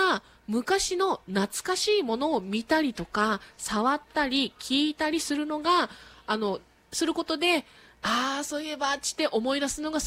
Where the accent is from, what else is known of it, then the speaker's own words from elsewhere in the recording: Amami, Kagoshima, Japan; 私ナチュー出身なんですけど